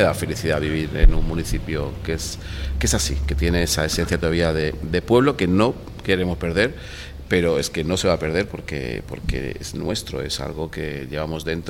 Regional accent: Benidorm, Valencian Community, Spain; now in Alfaz del Pi, Spain

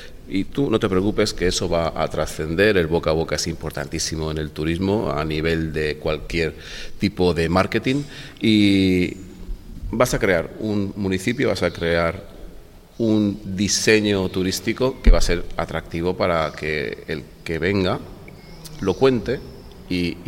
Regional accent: Benidorm, Valencian Community, Spain; now in Alfaz del Pi, Spain; yo soy nacido en Benidorm y me he criado en la playa de Benidorm y su arena.

